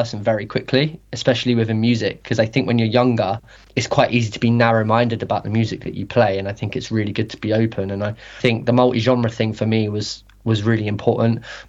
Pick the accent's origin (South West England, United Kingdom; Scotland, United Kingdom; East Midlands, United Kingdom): South West England, United Kingdom; I grew up in Cornwall